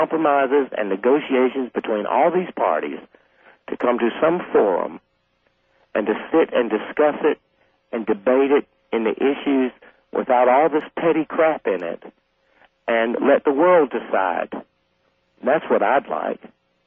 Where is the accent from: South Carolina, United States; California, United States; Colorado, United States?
South Carolina, United States; I'm a guy from South Carolina. I look at stuff pretty down to earth.